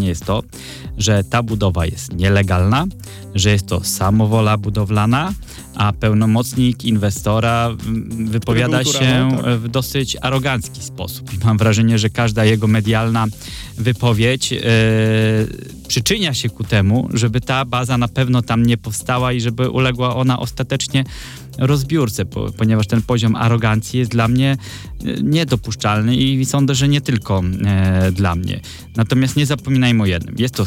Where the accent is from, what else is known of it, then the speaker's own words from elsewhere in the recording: Szczecin, West Pomeranian Voivodeship, Poland; Ja jestem z Prawobrzeża, więc Podjuchy są naprawdę mi bliskie.